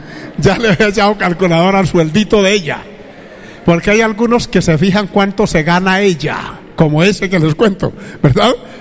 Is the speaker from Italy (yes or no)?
no; Antioquia, Colombia; yo soy de Antioquia